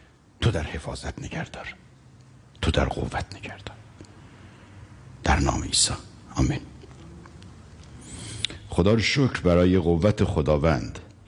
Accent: Iran; خیلی خوشحال هستم به عنوان یک ایرانی

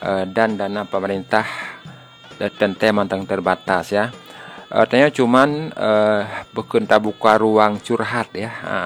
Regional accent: Aceh, Indonesia; Tanyo bangga sebagai warga Aceh na uro pendidikan daerah yang penuh sejarah.

